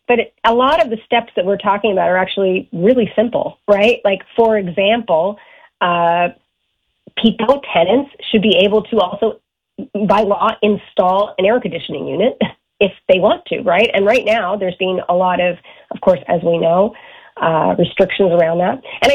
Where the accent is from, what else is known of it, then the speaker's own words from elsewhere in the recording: Newfoundland and Labrador, Canada; moved away as an adult; now in Ontario, Canada; When I first moved to Ontario from Newfoundland in the late 80s, early 90s, I couldn't believe the weather. I mean, I'm from Newfoundland originally.